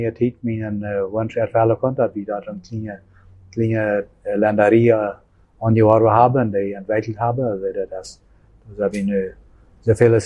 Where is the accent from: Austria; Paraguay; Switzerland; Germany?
Paraguay; now in Asunción, Paraguay; ich komme hier von Greino.